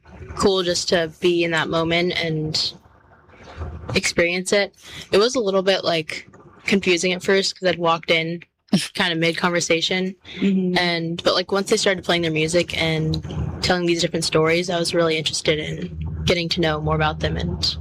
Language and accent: English; Anchorage, Alaska, United States; I've grown up in Anchorage my whole life, born and raised. Lived on the east side and then moved to Midtown not too long ago.